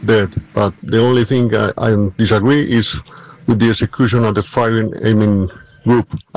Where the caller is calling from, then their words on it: Colombia; I'm from Colombia.